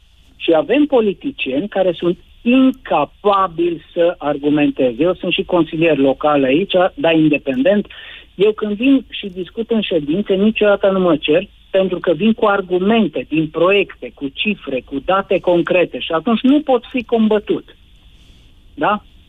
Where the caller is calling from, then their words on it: Timiș County, Romania; eu sunt din Veta, din județul Timiș.